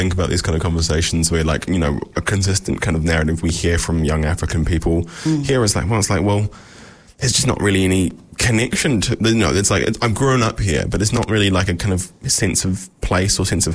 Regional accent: South Island, New Zealand; and I grew up down south. Obviously, I grew up quite close to where a lot of the gold mining happened.

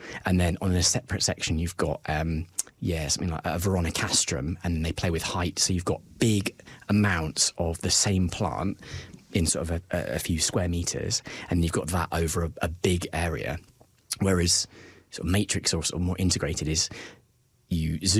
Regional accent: England, United Kingdom; both of us growing up in England, so many of our sort of native sort of forests are deciduous forests

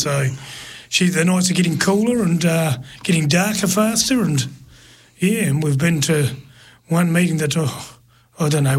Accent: Palmerston North, Manawatū-Whanganui, New Zealand; I'm from Palmerston North.

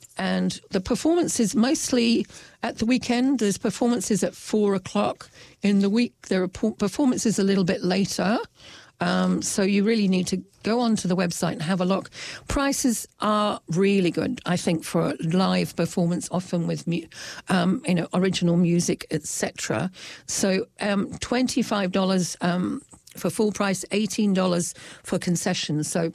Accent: England, United Kingdom; now in New Zealand; And in fact, I come from England, so I'm still on a quest for belonging because I've got one foot in England and one foot in New Zealand because I've stayed in both places a lot.

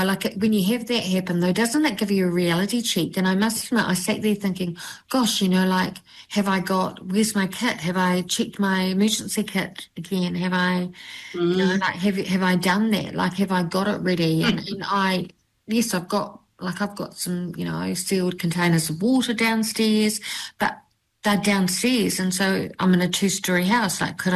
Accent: Tauranga, Bay of Plenty, New Zealand; When I was a kid and as a teenager, I grew up in Tauranga

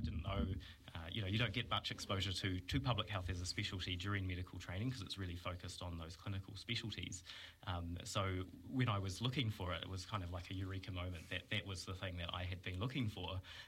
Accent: Napier, Hawke's Bay, New Zealand; born there; also born or lived in Wairoa; when I was about 7-8 years old, my family moved to Napier.

